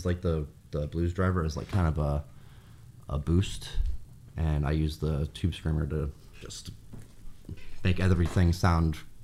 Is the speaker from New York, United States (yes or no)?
no; Maui, Hawaii, United States; also born or lived in Arizona; I'm from Maui. I mean, I was born Arizona, but I came here when I was one, so I guess that makes me from here.